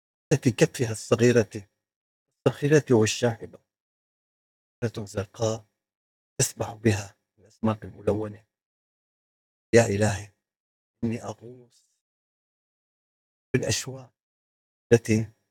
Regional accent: Syria; انا كسوري

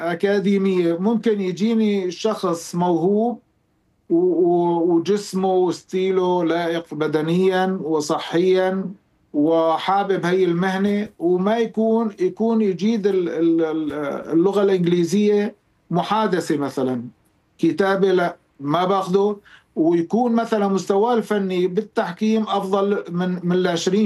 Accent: Syria; أنا بهمني أطور التحكيم في بلدي، أنا بهمني أطور التحكيم السوري

